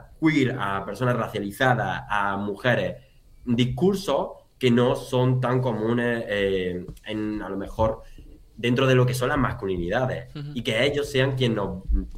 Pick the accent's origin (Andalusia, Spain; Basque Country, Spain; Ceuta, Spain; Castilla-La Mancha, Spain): Andalusia, Spain; also born or lived in South Korea; now in Brussels, Belgium; Sobre todo en Andalucía, que somos...